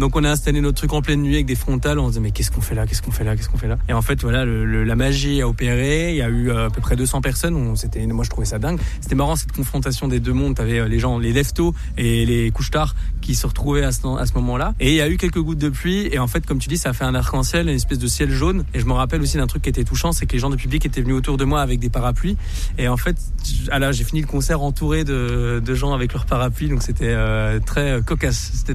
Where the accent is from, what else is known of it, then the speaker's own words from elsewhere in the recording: France; Français, bon, je suis français.